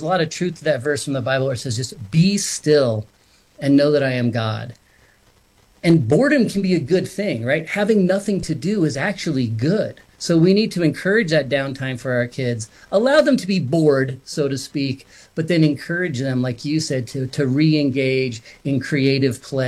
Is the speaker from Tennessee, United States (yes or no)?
no; Boulder, Colorado, United States; because I grew up in Boulder, Colorado, in the suburbs.